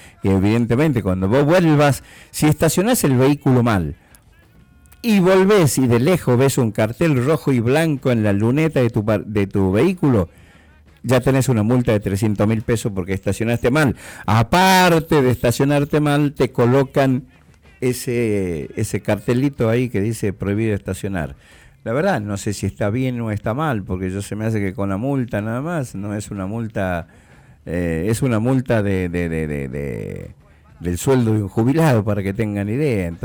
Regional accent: Argentina

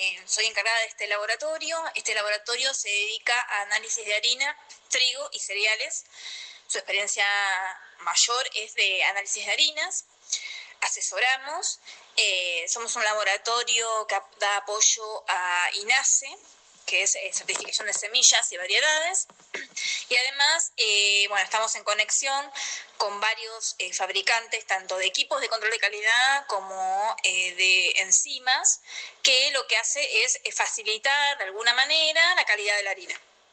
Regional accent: Buenos Aires, Argentina; now in Necochea, Argentina; yo vengo de la ciudad de Buenos Aires, vengo de la del rubro farmacia, y bueno, y me presentaron este desafío, así que me vine para la ciudad de Necochea.

